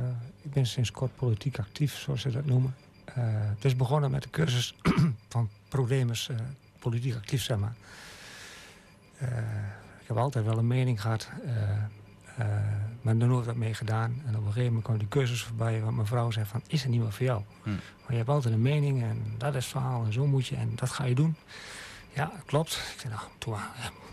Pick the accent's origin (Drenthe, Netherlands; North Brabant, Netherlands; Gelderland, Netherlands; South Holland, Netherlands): Gelderland, Netherlands; Heerde; geboren en getogen in Heerde, 59 jaar geleden.